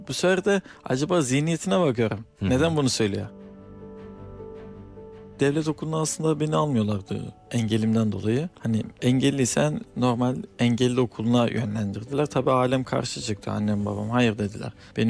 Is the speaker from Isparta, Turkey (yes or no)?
no; Kırıkkale, Turkey; born there; 1989 Kırıkkale doğumluyum.